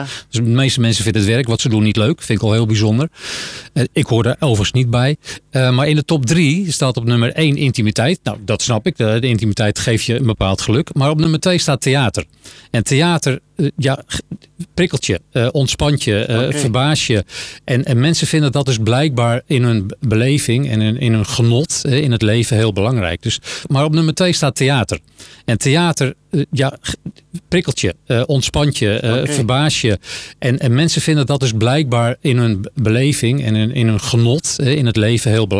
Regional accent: Amsterdam, North Holland, Netherlands; born there; now in Baarn, Netherlands; Geboren in Amsterdam. Kom eigenlijk al sinds mijn geboorte in Baren. Omdat mijn opa en oma hier een bedrijf hadden.

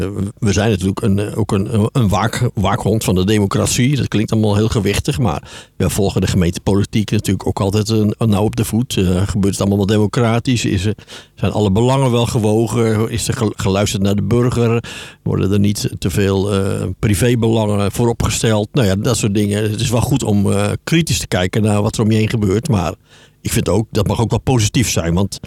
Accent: Barneveld, Gelderland, Netherlands; moved away as an adult; also born or lived in Voorthuizen / Schagen / Katwijk; In Barneveld ook, waar ik vandaan kom. Ik heb in Voorthuizen gewoond.

